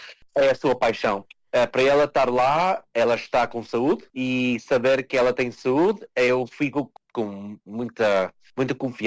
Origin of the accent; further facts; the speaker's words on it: Azores, Portugal; accent: São Miguel; nunca esquecer de eu tenho o sotaque de São Miguel quando eu quero. Mas na escola, em casa, é sempre o português que eu conheci. Em casa é português. É sempre a minha língua.